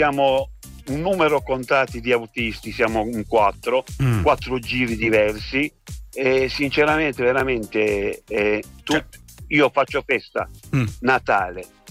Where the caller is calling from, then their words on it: Bari, Apulia, Italy; Io sono di Bari.